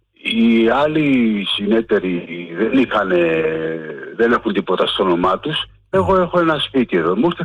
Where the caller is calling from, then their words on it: Aigaleo, Attica, Greece; από Εγάλεο.